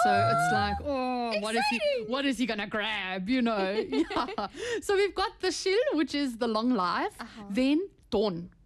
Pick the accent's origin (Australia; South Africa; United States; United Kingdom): South Africa; moved away